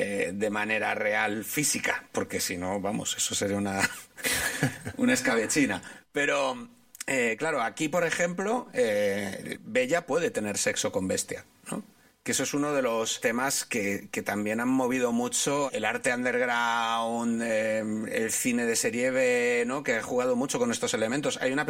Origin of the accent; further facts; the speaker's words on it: Galicia, Spain; yo como gallego